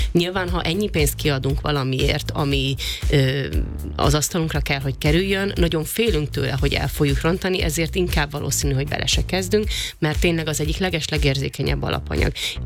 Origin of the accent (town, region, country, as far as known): Szekszárd, Tolna, Hungary; born or raised there